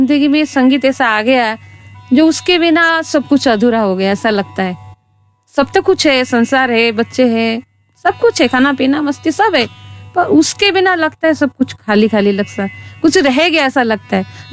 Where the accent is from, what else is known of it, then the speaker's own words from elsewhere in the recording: Odisha, India; मैं ओडिशा से हूँ।